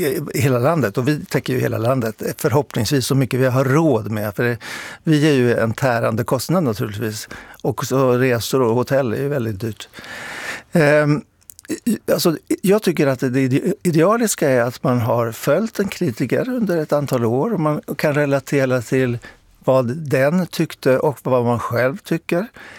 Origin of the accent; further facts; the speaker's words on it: Linköping, Östergötland, Sweden; jag kommer ju från Linköping och där så jag uppfostrades på Östgöta teatern.